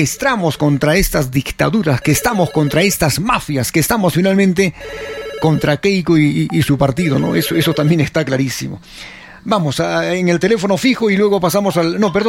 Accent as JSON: {"language": "Spanish", "country": "Peru"}